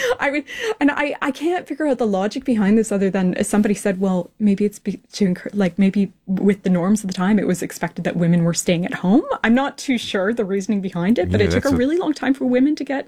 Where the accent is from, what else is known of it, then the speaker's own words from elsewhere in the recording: Canada; So I'm Canadian, and I might say that I'm going to the can.